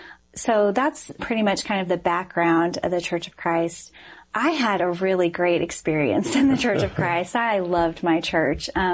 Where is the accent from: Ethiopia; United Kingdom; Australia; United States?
United States; Springfield, Missouri; I grew up in Springfield, Missouri.